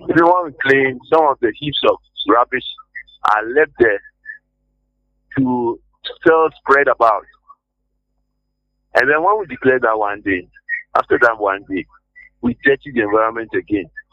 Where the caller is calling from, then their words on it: Ghana; I'm calling from Addis Ababa Street Junction.